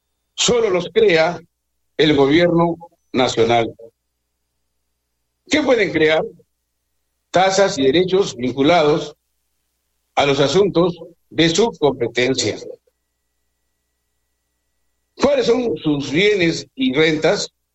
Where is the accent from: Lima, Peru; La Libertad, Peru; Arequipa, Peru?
Arequipa, Peru; como arequipeños que somos, como characatos que somos